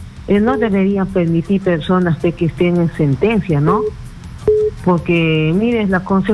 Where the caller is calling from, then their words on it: Cañete, Lima, Peru; Me llamo de Cañete.